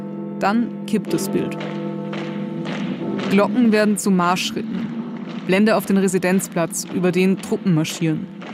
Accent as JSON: {"language": "German", "country": "Austria"}